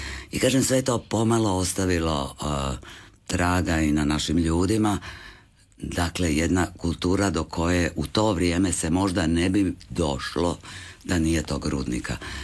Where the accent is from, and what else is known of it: Siverić, Šibenik-Knin County, Croatia; born or raised there